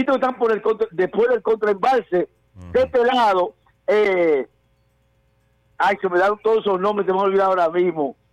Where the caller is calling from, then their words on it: Villa Sombrero, Peravia, Dominican Republic; yo soy de Villa Sombrero Marín